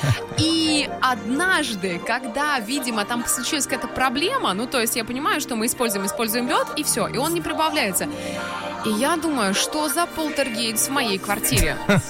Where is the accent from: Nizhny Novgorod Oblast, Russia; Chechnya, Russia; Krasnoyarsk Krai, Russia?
Krasnoyarsk Krai, Russia; Divnogorsk; А я напоминаю, что переехала из Дивногорска. У меня был обычный холодильник Бирюса, да?